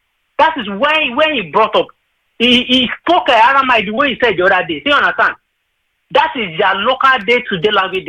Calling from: Lekki, Lagos, Nigeria; I'm calling from Lekki.

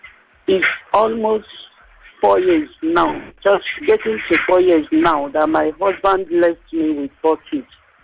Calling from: Lagos, Nigeria; I'm calling you from Oshodi.

